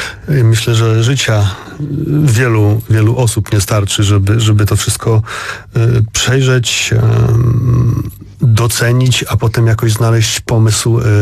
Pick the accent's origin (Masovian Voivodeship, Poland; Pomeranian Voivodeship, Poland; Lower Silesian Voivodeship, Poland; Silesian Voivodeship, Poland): Masovian Voivodeship, Poland; Warsaw; No ja tutaj jako warszawiak zazdroszczę Opolu